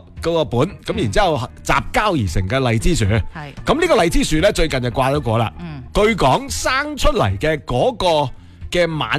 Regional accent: Guangdong, China; 我哋广东人

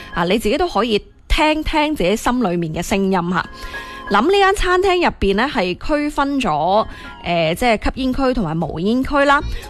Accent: Guangdong, China; 作为广东人

